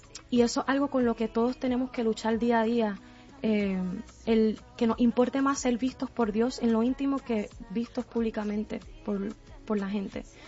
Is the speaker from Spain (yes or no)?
no; Puerto Rico; now in Florida, United States; yo ahora mismo me encuentro en la Florida. Yo soy puertorriqueña